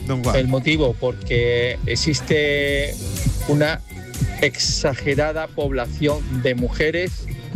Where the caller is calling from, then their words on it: Puente Genil, Andalusia, Spain; de Puente Genil, de aquí del corazón de Andalucía.